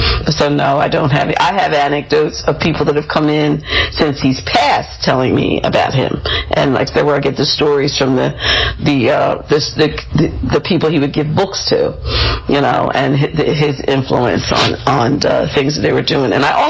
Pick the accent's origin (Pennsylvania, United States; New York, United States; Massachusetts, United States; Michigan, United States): Pennsylvania, United States; Philadelphia; I grew up in West Philadelphia, in the Copps Creek area, with my parents and my sister.